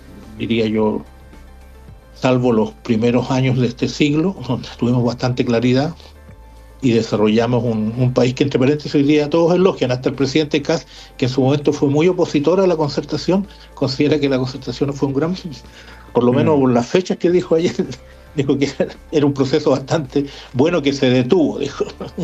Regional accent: Chile

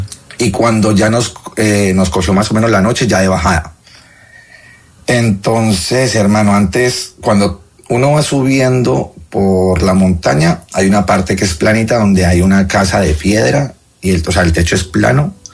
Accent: Pereira, Risaralda, Colombia; now in Spain; yo soy de Pereira y llevo aquí 25 años.

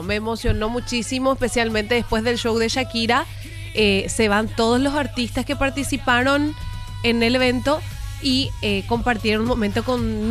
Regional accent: Paraguay

